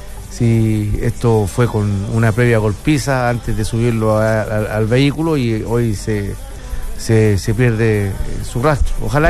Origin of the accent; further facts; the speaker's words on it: Chile; En algún momento los chilenos fuimos como los venezolanos